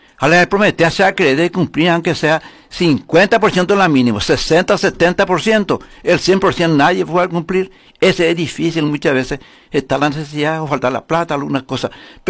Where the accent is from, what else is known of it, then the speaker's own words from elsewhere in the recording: Carapeguá, Paraguarí, Paraguay; como paraguayo, como ciudadano carapigüeño de bien.